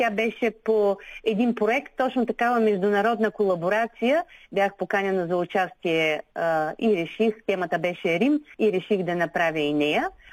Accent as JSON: {"language": "Bulgarian", "town": "Gabrovo", "region": "Gabrovo Province", "country": "Bulgaria", "tie": "born or raised there", "said": "В момента аз я подарих на моя роден град Габрово"}